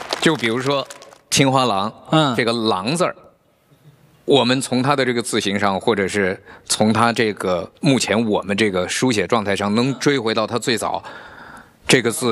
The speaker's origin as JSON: {"language": "Chinese", "town": "Wuhan", "region": "Hubei", "country": "China", "tie": "born or raised there", "said": "四川话里边包括我老家，湖北武汉。"}